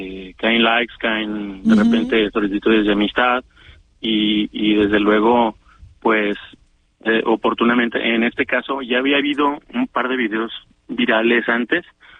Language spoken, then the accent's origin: Spanish; Mazatlán, Sinaloa, Mexico; Por ejemplo, yo que vengo de Mazatlán, pues la violencia está ahorita en estado